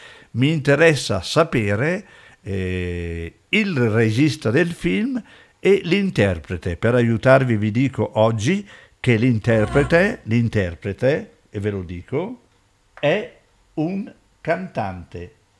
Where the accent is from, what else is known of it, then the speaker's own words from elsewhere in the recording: Switzerland; moved away; Io vengo dalla Svizzera